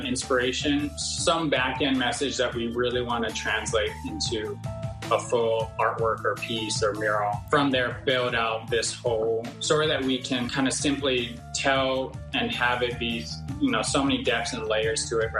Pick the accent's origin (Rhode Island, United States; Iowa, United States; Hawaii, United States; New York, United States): Hawaii, United States; Yeah, we're from Oahu, Hawaii. We kind of grew up in nature, so it's the perfect blend of what has influenced us.